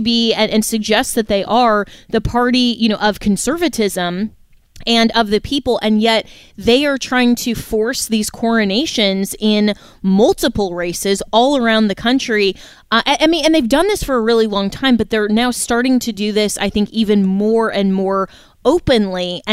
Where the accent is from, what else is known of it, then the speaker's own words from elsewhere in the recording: Florida, United States; that's what's happening in my home state of Florida right now with Byron Donalds